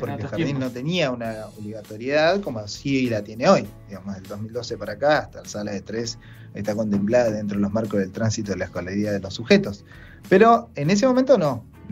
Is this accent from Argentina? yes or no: yes; Luis Beltrán, Río Negro, Argentina; Nacido y criado en este pueblo, en Luis Beltrán